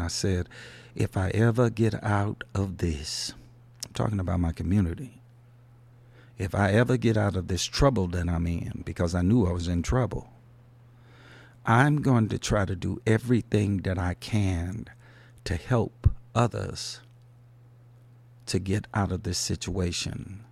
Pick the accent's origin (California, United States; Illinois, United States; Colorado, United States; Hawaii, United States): Illinois, United States; Chicago; I'm from Chicago.